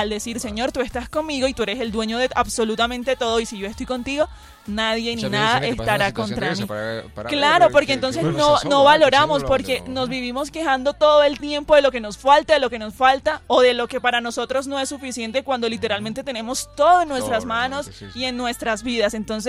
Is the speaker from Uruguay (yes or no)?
no; Barranquilla, Atlántico, Colombia; accent: costeño; now in Bogotá, Colombia; yo vengo de Barranquilla